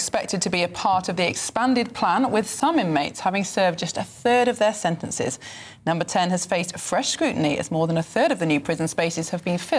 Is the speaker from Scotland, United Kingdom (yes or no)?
no; Sheffield, Yorkshire and the Humber, United Kingdom; moved away; I'm from Sheffield, which is a city of hills, and so I actually find it really hard now I live somewhere flat not to have hills.